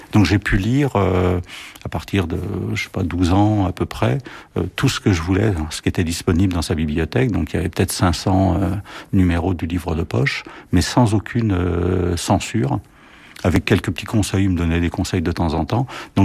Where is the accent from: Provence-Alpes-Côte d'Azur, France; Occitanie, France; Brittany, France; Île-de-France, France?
Île-de-France, France; Saint-Denis; Et donc là, j'ai trouvé un travail à Saint-Denis, donc dans ma ville natale